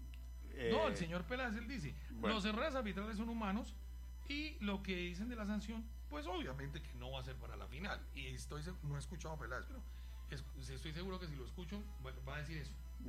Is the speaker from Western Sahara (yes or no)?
no; Argentina; ¿Yo por qué no puedo expresar en un estadio lo que yo siento como argentino?